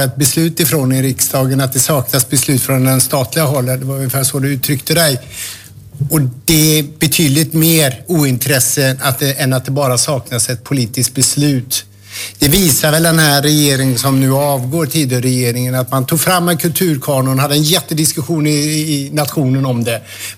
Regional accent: Falköping, Västra Götaland County, Sweden; Oavsett om det är min hemstad Falköping eller om det är en större geografi, så ska det komma underifrån.

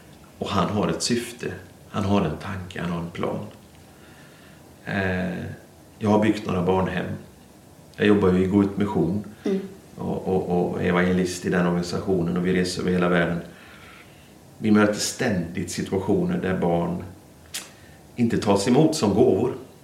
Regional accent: Albania; accent: North Albanian; Och jag pratar en nordalbansk dialekt.

